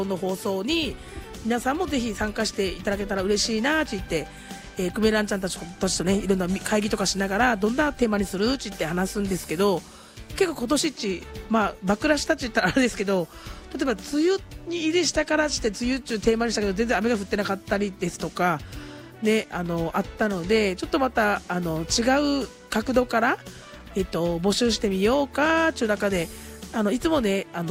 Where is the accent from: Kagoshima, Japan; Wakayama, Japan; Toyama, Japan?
Kagoshima, Japan; 自分も集落生まれで